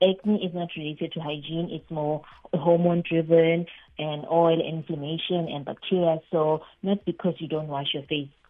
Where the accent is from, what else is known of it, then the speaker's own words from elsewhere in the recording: Durban, KwaZulu-Natal, South Africa; I'm from Durban.